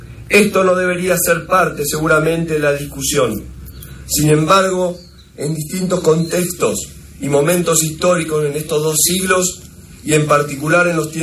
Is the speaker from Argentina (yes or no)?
yes; Argentina